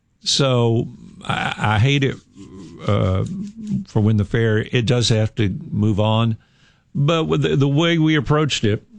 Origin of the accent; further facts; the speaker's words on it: Knoxville, Tennessee, United States; I grew up with it in East Knoxville. My dad had the business there on Magnolia Avenue.